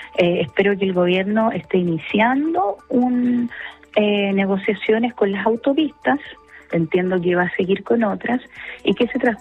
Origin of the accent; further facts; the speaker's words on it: Chile; somos chilenos todos